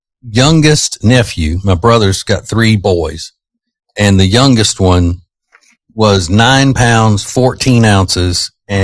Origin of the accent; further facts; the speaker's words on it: Winfield, Louisiana, United States; moved away; when I was a kid in my hometown of Winfield, Louisiana.